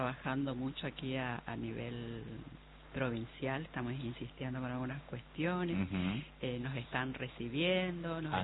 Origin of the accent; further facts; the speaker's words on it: Chaco, Argentina; orgullosamente como chaqueños